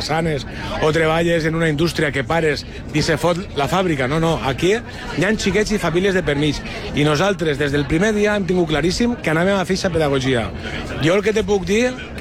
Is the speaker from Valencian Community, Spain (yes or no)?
yes; Benicarló, Valencian Community, Spain; O d'altres comarques no tan centrals, com pel Maestrat, jo soc de Benicarló, i allí els instituts es cauen a trossos.